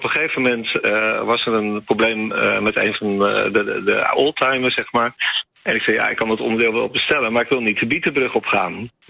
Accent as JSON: {"language": "Dutch", "town": "Gouda", "region": "South Holland", "country": "Netherlands", "said": "We komen van oorsprong uit Gouda."}